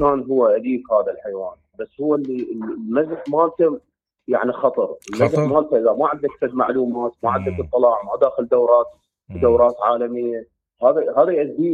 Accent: Iraq; عندنا بالعراق

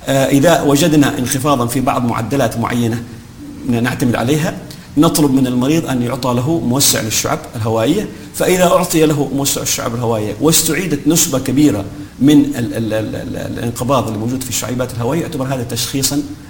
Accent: Hadhramaut, Yemen; accent: Hadhrami; أو خلينا نتكلم بالدارجة الحضرمية، عنيطة.

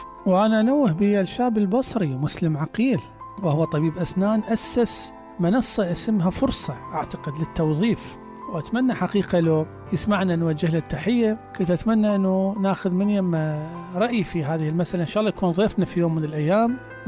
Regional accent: Basra Governorate, Iraq

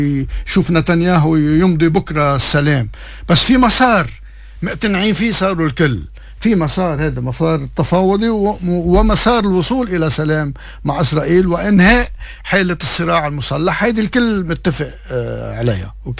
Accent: Lebanon; نحن كلبنانيين

